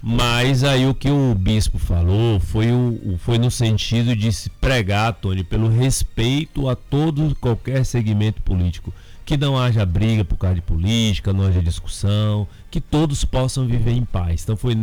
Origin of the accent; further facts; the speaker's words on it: Itabuna, Bahia, Brazil; Sou nascido e criado em Itabuna, no Novaes.